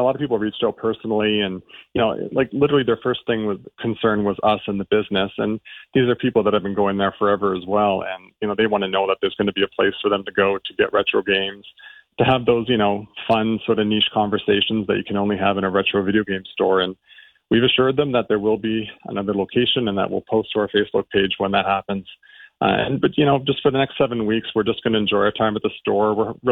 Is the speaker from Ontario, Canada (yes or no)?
yes; Ottawa, Ontario, Canada; I'm from Ottawa